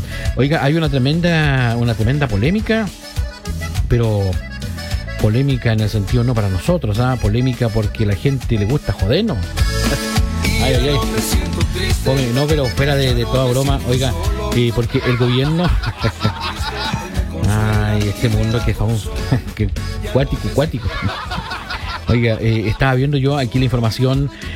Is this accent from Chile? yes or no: yes; Chile; yo soy chileno, nosotros queremos que Chile le vaya bien